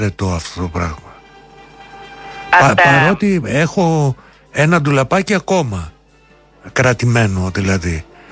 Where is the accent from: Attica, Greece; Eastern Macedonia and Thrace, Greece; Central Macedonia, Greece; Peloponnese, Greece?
Attica, Greece; Athens; Γεννήθηκα στην Αθήνα. Η ιδιαίτερη πατρίδα μου είναι η Οδός Πατησίων.